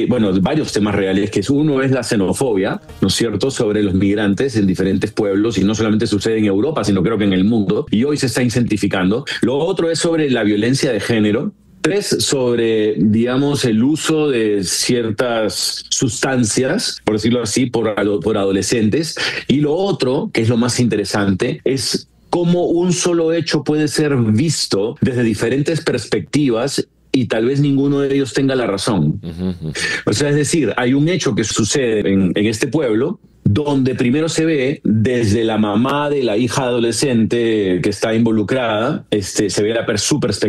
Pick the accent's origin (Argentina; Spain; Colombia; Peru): Peru; Y es una película muy interesante, que soy el único peruano, donde se habla catalán y español